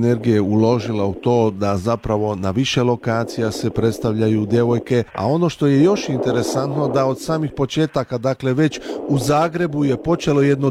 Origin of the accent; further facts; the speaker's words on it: Hungary; Mi smo inače Hrvati u Mađarskoj